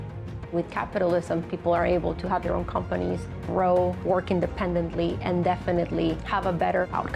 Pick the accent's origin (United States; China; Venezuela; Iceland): Venezuela; Barquisimeto, Lara; English is a second language; Growing up in a socialist country was definitely terrible. I was born in 1991 in Barquisimeto, Venezuela.